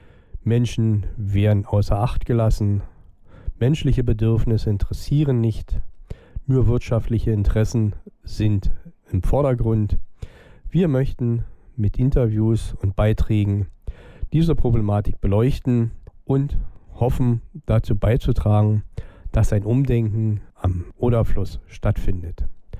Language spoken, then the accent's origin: German; Brandenburg, Germany; born there; Und die Sagen der Reitweiner Berge, die Fähren in Libus und das Haus rechts der Oder, wo ich geboren bin.